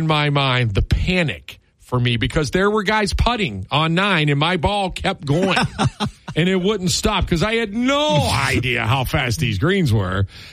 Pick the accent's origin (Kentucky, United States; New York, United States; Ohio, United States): Ohio, United States; Steubenville; 19-year-old. I'm from Steubenville. I grew up on a public golf course